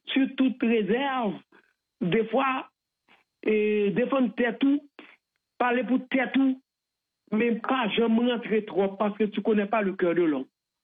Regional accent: Trou-du-Nord, Nord-Est, Haiti; Mais moi, je viens du trou du Nord.

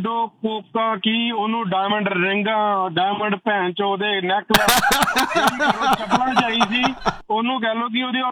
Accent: Punjab, India; ਮੈਂ ਗੁਰਦਾਸਪੁਰ ਜ਼ਿਲ੍ਹੇ ਤੋਂ ਬਿਲੋਂਗ ਕਰਦਾ ਜੀ।

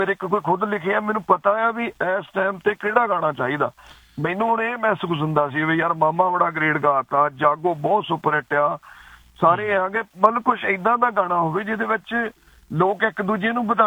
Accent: Husainpur, Punjab, India; now in England, United Kingdom; ਅਸੀਂ ਨਕੋਦਰ ਦੇ ਨਾਲ, ਸਾਡਾ ਪਿੰਡ ਆ ਜੀ ਹੁਸੈਨਪੁਰ, ਤੇ ਸਾਨੂੰ ਉਹ ਪਿੰਡਾਂ ਦੀ ਲਫ਼ਜ਼ ਉਹਦਾ ਦੀ ਗੱਲਬਾਤ ਹੋਣੀ ਚਾਹੀਦੀ ਆ।

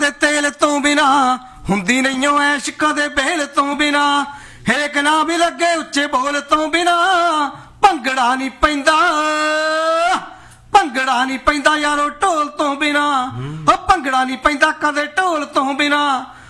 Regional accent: Gurusar Sudhar, Punjab, India; moved away; ਮੈਂ ਜੀ, ਮੇਰਾ ਪਿੰਡ ਹੈ ਜੀ ਗੁਰੂ ਸਰ ਸੁਧਾਰ, ਲੁਧਿਆਣਾ ਜ਼ਿਲ੍ਹੇ ਦੇ ਵਿੱਚ।

